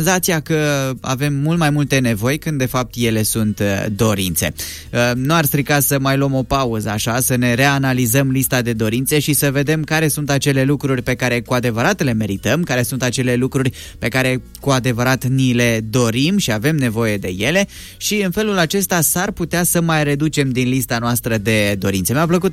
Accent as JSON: {"language": "Romanian", "country": "Romania"}